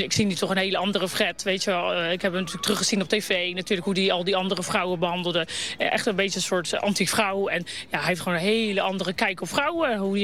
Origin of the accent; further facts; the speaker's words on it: The Hague, South Holland, Netherlands; ik kom uit Den Haag.